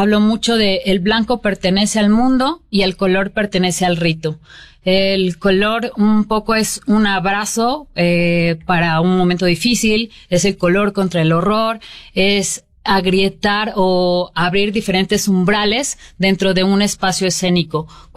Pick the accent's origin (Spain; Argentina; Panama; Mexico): Mexico; somos mexicanos todos